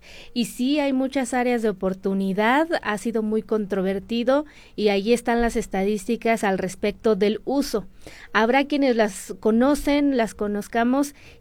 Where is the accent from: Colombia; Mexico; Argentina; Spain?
Mexico; como mexicanos nos tienen que decir